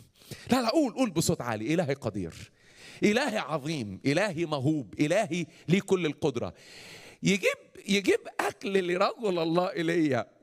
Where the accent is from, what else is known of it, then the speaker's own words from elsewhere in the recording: Egypt; عندنا في مصر لما حبوا يعني حلوها شويه